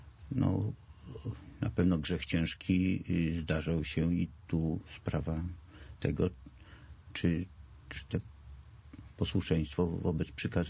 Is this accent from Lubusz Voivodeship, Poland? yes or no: no; Warsaw, Masovian Voivodeship, Poland; born or raised there